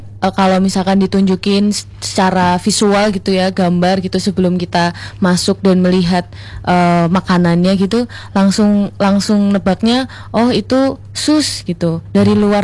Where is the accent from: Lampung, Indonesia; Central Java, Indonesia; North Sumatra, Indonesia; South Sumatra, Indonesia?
Central Java, Indonesia; Surakarta; Kebetulan saya dari Solo, gitu.